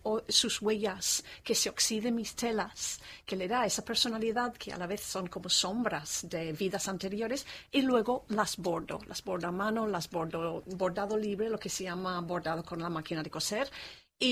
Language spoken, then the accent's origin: Spanish; London, United Kingdom; now in Vilafranca, Spain; yo soy inglesa arraigada en el interior de la provincia de Castellón